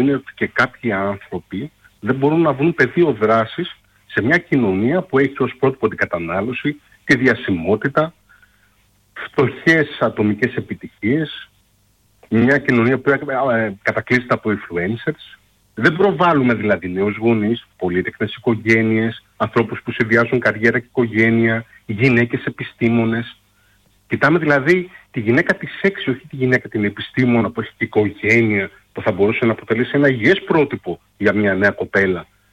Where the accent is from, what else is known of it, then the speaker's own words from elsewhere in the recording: Greece; Φταίμε εμείς, σαν Έλληνες, σαν λαούς.